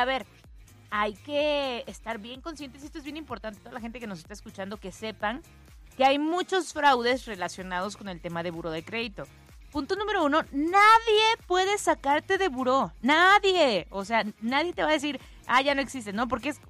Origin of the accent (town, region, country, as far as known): Mexico